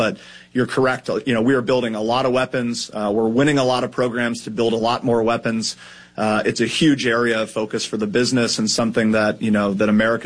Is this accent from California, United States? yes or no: no; Philadelphia, Pennsylvania, United States; I did not have the pleasure of growing up in Ohio. I grew up in Philadelphia. Dad is from Cincinnati.